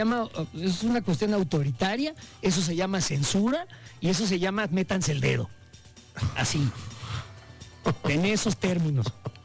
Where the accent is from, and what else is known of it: Mexico